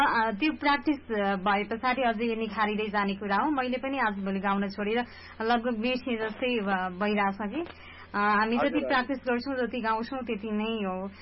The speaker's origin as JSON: {"language": "Nepali", "town": "Waling", "region": "Gandaki Province", "country": "Nepal", "tie": "born or raised there", "said": "मेरो घर वालिङ हो."}